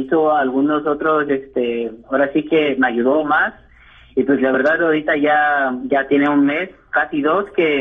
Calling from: Fort Worth, Texas, United States; yo soy de Fort Worth.

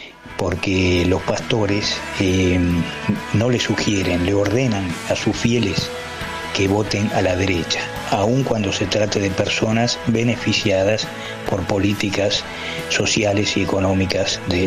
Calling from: Argentina; de San Cristóbal.

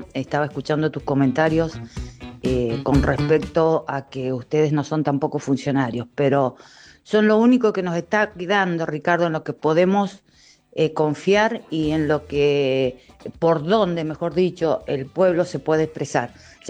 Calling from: Argentina; y de nuestros pesares también como pueblo argentino.

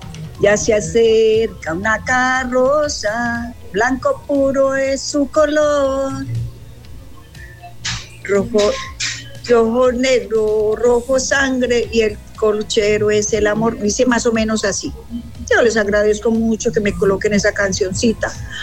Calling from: Armenia, Quindío, Colombia

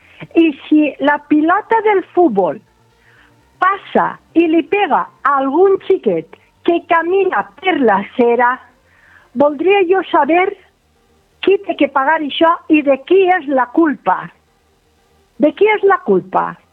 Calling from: Alcoy, Valencian Community, Spain; jo sóc una veïna de Can Sánchez.

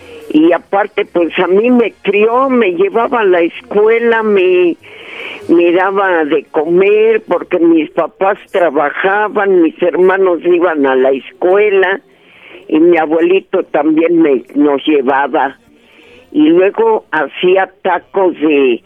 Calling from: Tampico, Tamaulipas, Mexico; Somos de Tampico.

